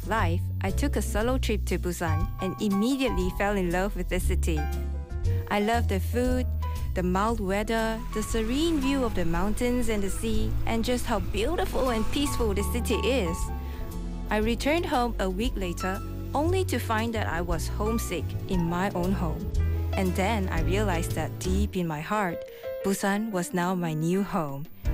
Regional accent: Malaysia; I'm from Malaysia.

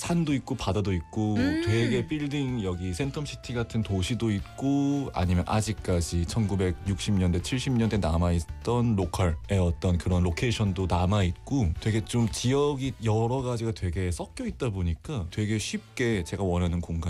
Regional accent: Seoul, South Korea; born there; also born or lived in Gyeonggi Province; now in Busan, South Korea; 원래는 계속 서울에 살다가

